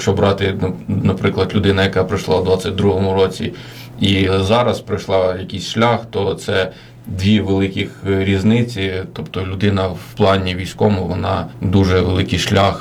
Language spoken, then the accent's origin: Ukrainian; Kyiv, Ukraine; Я особисто киянин